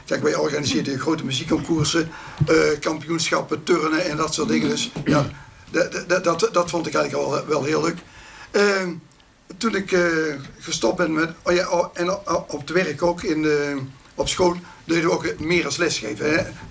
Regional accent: Hilvarenbeek, North Brabant, Netherlands; Hoewel ik eigenlijk een Bikse ben, want ik ben geboren op Gorp bij Rovert in de Bossen. Daar heb ik de eerste 20 jaar van mijn leven. En dat is officieel gemeente Hilvarenbeek.

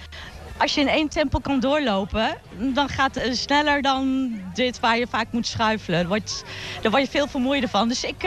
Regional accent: Wolfheze, Gelderland, Netherlands; Wij komen bijna allemaal uit Wolfees of de gemeente Renkum. En we kennen elkaar ons hele leven al.

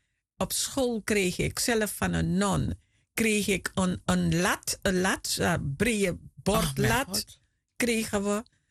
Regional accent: Puiflijk, Gelderland, Netherlands; Ik kom ook uit Puflijk, ja.

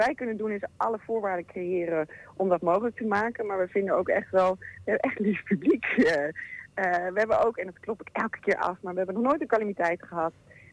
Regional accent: Apeldoorn, Gelderland, Netherlands; born there; Apeldoornse mens, maar ik ben vroeger geboren in Apeldoorn.

